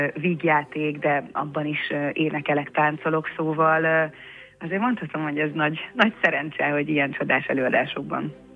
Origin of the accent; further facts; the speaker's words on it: Debrecen, Hajdú-Bihar, Hungary; Debrecenben, a szülővárosomban